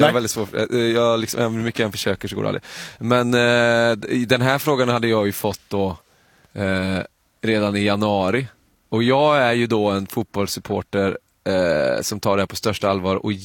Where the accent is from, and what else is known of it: Sweden